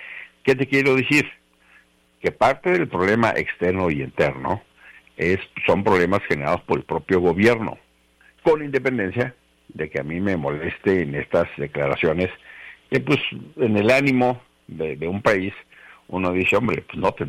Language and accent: Spanish; Mexico